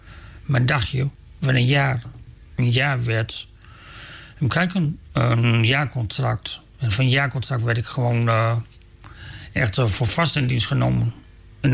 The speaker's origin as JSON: {"language": "Dutch", "town": "Scheemda", "region": "Groningen", "country": "Netherlands", "tie": "born or raised there", "also_born_or_lived": "Veendam", "said": "Ik ben geboren in Veendam en ik heb mijn hele leven in Scheemder gewoond. En tot op heden nu nog."}